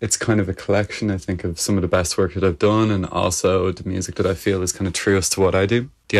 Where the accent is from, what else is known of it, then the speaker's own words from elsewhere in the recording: Dublin, Leinster, Ireland; Hey, yeah … I'm an artist from Dublin. I make electronic music.